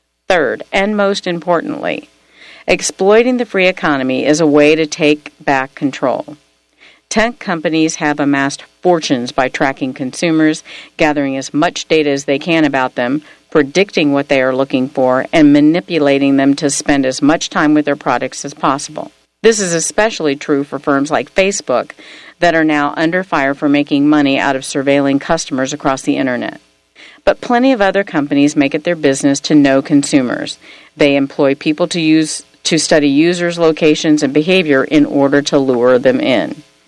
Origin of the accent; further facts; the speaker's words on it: San Francisco, California, United States; Since I moved back to San Francisco, my hometown, 4 years ago, I have learned the local tradecraft.